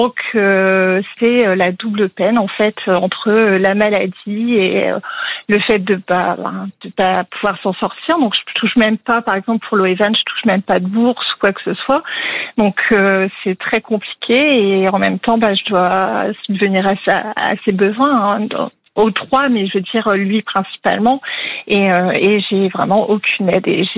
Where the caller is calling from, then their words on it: Hauts-de-France, France; Du lieu Saint-Amand, du Nord.